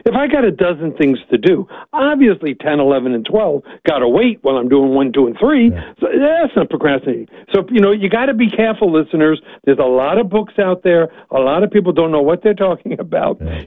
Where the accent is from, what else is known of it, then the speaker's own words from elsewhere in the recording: New York, United States; I talk fast. I'm from New York, so I can do this.